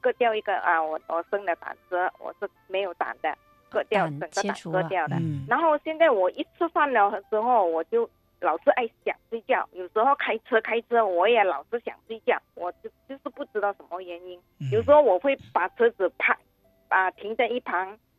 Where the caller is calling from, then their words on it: Vancouver, British Columbia, Canada; Chinese is a second language; 我是来自温哥华的加拿大温哥华的